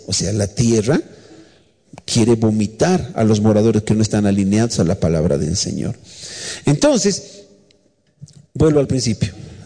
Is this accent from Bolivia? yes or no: yes; Bolivia; Si tenemos esa maldición como bolivianos